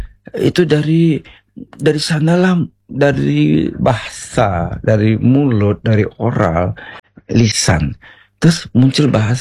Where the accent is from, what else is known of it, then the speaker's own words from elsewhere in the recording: Bali, Indonesia; Misalnya saya dari Bali, saya dari kecil sudah biasa mendengar dongeng, epos, atau cerita-cerita, mito, legenda yang disampaikan oleh nenek saya.